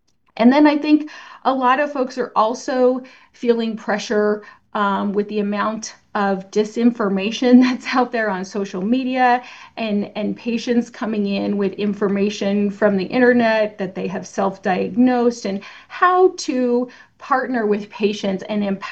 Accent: Cheyenne, Wyoming, United States; moved away as an adult; now in Idaho, United States; I was in the community where I grew up in Cheyenne, Wyoming, and I thought I was set. And then by the end of 2007, I had moved with the puppy and ended up in Idaho

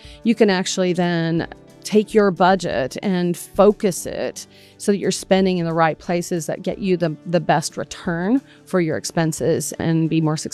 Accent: Idaho, United States; I was born and raised in Idaho, and I am an expressionistic painter.

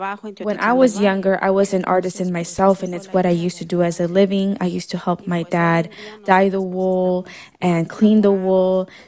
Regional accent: Bellflower, California, United States; I am from Bellflower, California.

